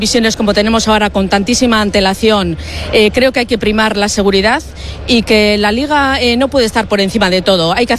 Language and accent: Spanish; Zamudio, Basque Country, Spain; Arratsaldeon … de Zamudio.